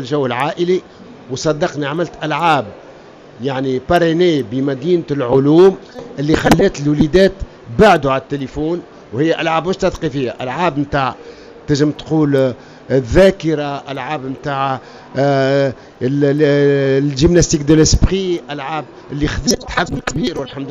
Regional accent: Tunisia; اللي ياخذ إفريقيا قارتنا وتونس بلدنا

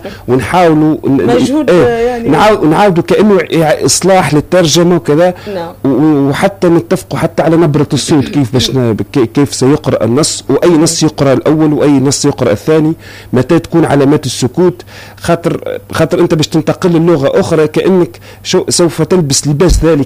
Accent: Tunisia; اللي يفرحوا انك من تونس

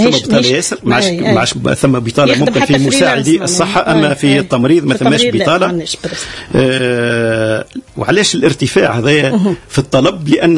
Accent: Tunisia; عندنا في تونس

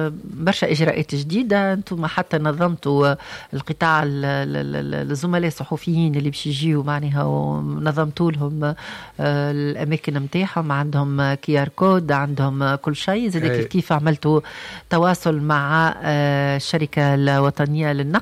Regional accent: Tunisia

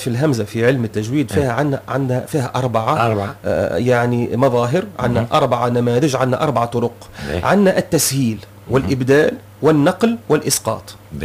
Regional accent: Tunisia; احنا في تونس كانت الأغلبية ورش.

